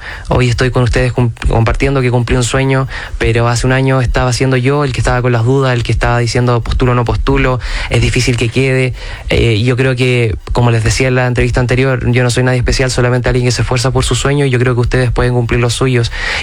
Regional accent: Chile

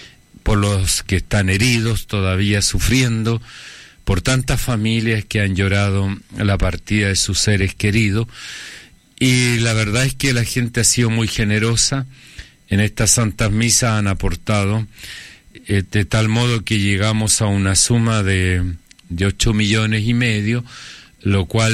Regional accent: Chile; now in La Serena, Chile; somos nosotros, los chilenos

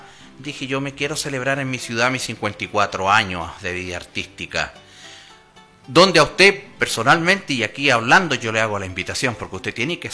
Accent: Vallenar, Atacama, Chile; also born or lived in Taltal; now in Coquimbo, Chile; yo soy nacido en Taltal. Ajá. Uh-huh. Criado en Vallenar y me fui a Coquimbo

